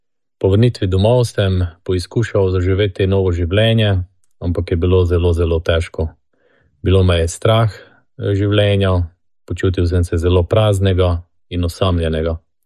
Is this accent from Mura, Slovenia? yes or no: yes; Mura, Slovenia; now in Maribor, Slovenia; z družino živimo v Mariboru, odraščal sem pa v Prekmurju